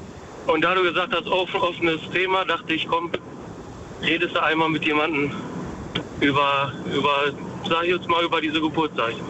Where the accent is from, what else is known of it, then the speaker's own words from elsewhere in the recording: Dortmund, North Rhine-Westphalia, Germany; aus Dortmund eigentlich.